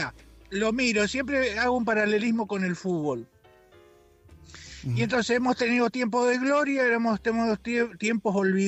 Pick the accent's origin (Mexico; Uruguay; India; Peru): Uruguay; Soriano; yo soy medio de Soriano también